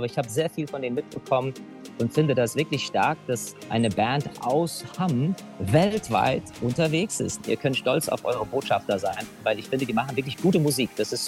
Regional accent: Ireland; moved away; Also ich komme ja ursprünglich aus Irland

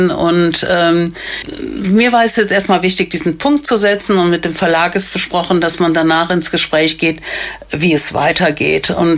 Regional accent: Rhineland-Palatinate, Germany; born or raised there

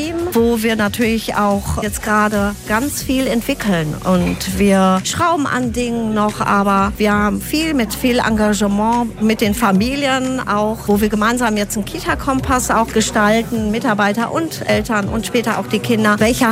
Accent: Herne, North Rhine-Westphalia, Germany; born there; Ich bin hier geboren in Rillinghausen, habe auch einen Bezug hier zu dem Sozialraum

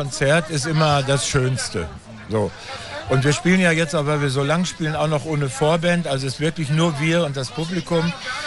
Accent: Heggen, North Rhine-Westphalia, Germany; Außerdem bin ich ja Sauerländer und wohne ja. Oh. Ja, ich komme aus Heggen. Also hier um die Ecke.

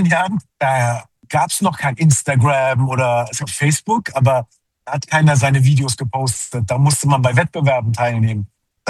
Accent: Turkey; Nein, ich bin Türke.

